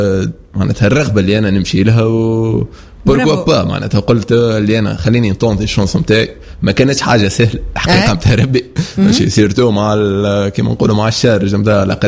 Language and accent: Arabic; Sakiet Ezzit, Sfax Governorate, Tunisia; مع جماعتي سقيت الزيد وهي حومتي